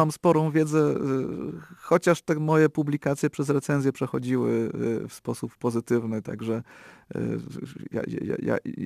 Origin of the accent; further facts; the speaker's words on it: Grodków, Opole Voivodeship, Poland; Stąd ten Grodków, więc troszkę wyrosłem w tych klimatach i jest to mi rzeczywiście bliskie.